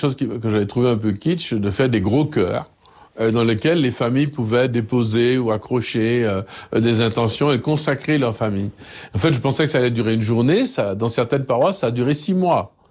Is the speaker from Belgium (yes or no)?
no; Martinique; Ce que je dis là, c'est pas en tant que Martiniquais seulement.